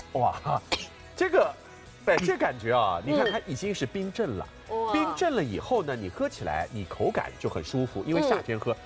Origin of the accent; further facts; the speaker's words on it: Shanghai, China; 那这个米是咱们自己上海的出产的米，这个米呢就适合于咱们上海人的脾胃啊